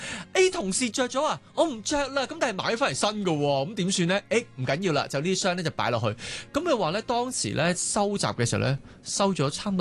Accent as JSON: {"language": "Cantonese", "country": "Hong Kong"}